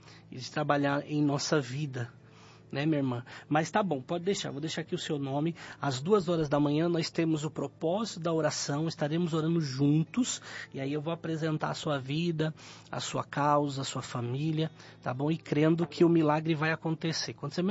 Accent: Praia Grande, São Paulo, Brazil; now in São Paulo, Brazil; Eu fui criado na Praia Grande. Isso, aí mas hoje eu estou aqui em São Paulo.

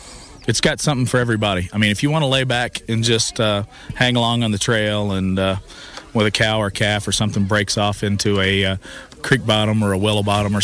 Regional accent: Richmond, Virginia, United States; we're from Richmond, Virginia.

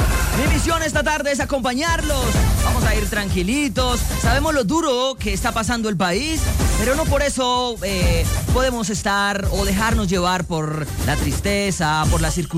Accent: Santander, Colombia; now in Bogotá, Colombia; yo soy de Santander.

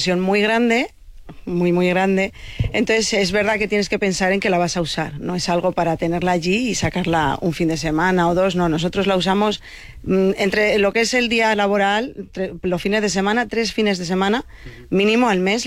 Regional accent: Ponferrada, Castile and León, Spain; Pues somos de Ponferrada, del Bierzo, uh-huh.

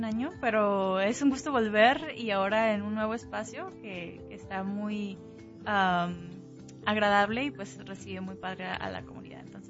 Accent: Jalisco, Mexico; moved away as an adult; now in Omaha, United States; yo soy de Jalisco, soy de México, pero ya tengo aquí en Omaha 11, 12 años, por ahí ya perdí la cuenta.

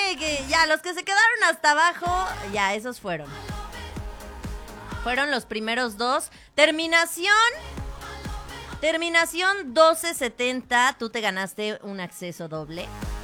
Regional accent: San Luis Potosí, Mexico; also born or lived in Coahuila; Somos potosinos

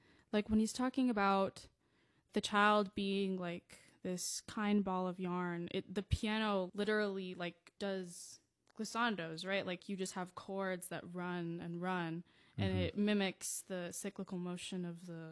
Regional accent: New York, United States; born there; I'm Venezuelan on both sides, but I was born in New York.

